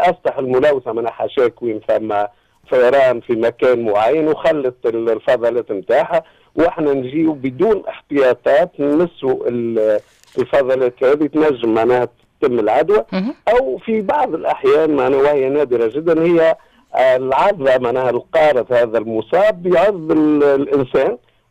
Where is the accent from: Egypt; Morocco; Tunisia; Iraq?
Tunisia; الموجودين عندنا في تونس